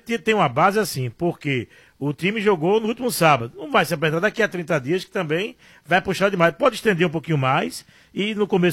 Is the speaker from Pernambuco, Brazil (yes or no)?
yes; Pernambuco, Brazil; Eu não sou do Rio, eu sou daqui, amigo. Eu sou pernambucano da Gema.